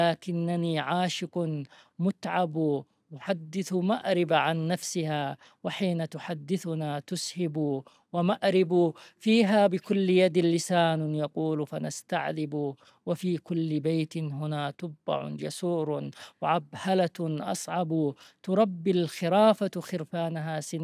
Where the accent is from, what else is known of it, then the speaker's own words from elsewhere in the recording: Yemen; born there; أسكن في قريتي التي ولدت فيها أعلى جبل يطل على تهامة وعلى البحر